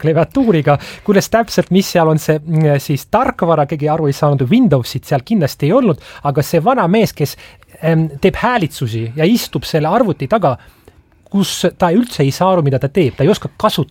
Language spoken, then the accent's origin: Estonian; Russia; mul on palju sõpru. Ma kasvasin siin isiksusena. Loodan rahu ja armastust, et kõik oleks hästi. Ma olen venelane ja toetan oma riiki.